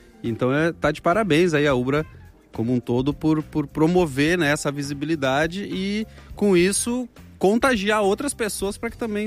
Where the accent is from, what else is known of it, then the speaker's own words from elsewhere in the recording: Pelotas, Rio Grande do Sul, Brazil; eu sou do Sul, né? Eu sou de Pelotas